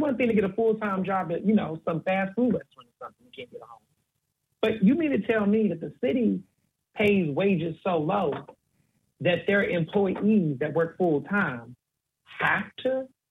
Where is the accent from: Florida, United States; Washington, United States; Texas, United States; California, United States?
Texas, United States; Houston; also born or lived in Chicago; now in Philadelphia, United States; I grew up in Texas. I lived in Philadelphia for 16 years. But when I grew up and how I grew up in the cities I'm from, right, born in Chicago, but grew up in Houston